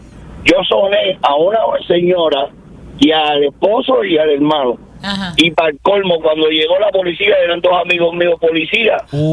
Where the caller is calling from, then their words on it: Puerto Rico; Y como todo puertorriqueño, cogí y le metí un batazo.